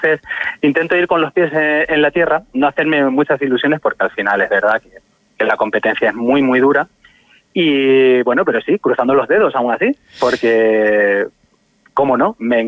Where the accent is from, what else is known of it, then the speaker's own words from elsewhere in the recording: Yecla, Region of Murcia, Spain; es mi tierra, es la tierra de mi madre, de mis abuelos, es donde yo he crecido